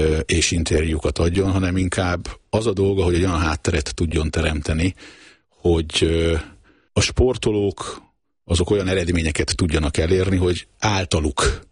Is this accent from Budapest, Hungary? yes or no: yes; Budapest, Hungary; born there; én kis túlzással a Tüzér utca egy távolugró gödörbe születtem, mert ugye anyu ott tartott edzést, és talán onnan is mentek a szülészetre, hogyha minden igaz, még 1970-ben.